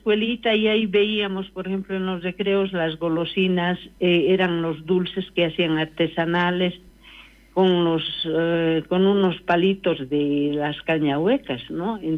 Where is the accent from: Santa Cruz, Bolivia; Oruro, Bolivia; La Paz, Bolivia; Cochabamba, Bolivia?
Oruro, Bolivia; soy orureña